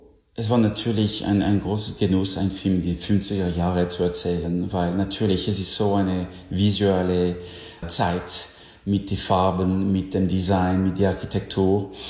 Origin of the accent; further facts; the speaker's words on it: Switzerland; wie zum Beispiel diesem berühmten Rekasimir, immer noch extrem populär bei uns in der Schweiz.